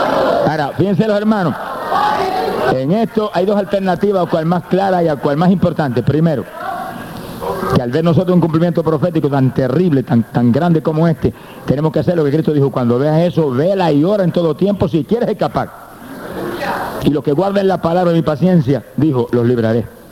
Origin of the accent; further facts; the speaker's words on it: Puerto Rico; Tienen que llevar una voz de alerta a mi pueblo porque mi iglesia duerme en Puerto Rico.